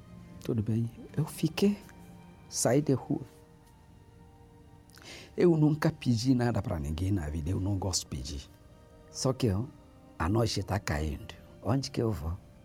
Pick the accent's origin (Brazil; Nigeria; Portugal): Nigeria; Portuguese is a second language; Eu venho de Nigéria. A vida nunca foi fácil desde criança.